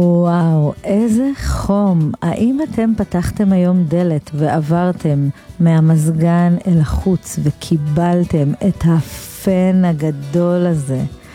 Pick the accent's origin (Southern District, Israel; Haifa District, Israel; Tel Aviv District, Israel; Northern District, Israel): Southern District, Israel; Arad; born there; moved away; ובמדבר, שזה איפה שנולדתי, בואכה מדבר יהודה, עיירה שכוחת אל, בשם ערד, וידועה לשמצה, יש לומר. אז שם נולדתי